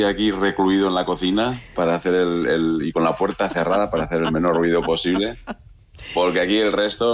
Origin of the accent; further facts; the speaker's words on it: Montemayor de Pililla, Castile and León, Spain; Sí, yo soy de Montemayor, sí.